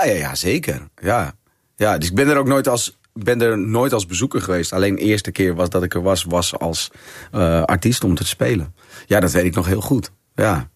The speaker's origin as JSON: {"language": "Dutch", "town": "De Rijp", "region": "North Holland", "country": "Netherlands", "tie": "born there"}